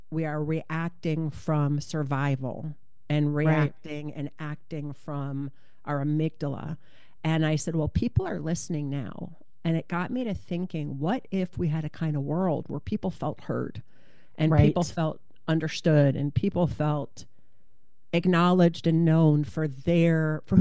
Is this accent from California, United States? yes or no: no; Michigan, United States; also born or lived in Ohio; Well, interestingly enough, so I grew up in Michigan and Ohio. And when I was really young, I wanted to be a rabbi.